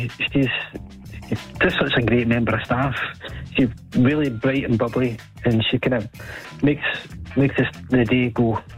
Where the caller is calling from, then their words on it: Doune, Scotland, United Kingdom; So, I'm calling from Dún in Stirling.